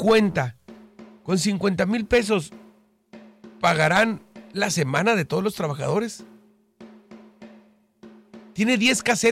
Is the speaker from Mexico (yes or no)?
yes; Baja California, Mexico; los cientos de bajacalifornianos, si no es que miles, que lo son, sí, que cruzamos diario y que pagamos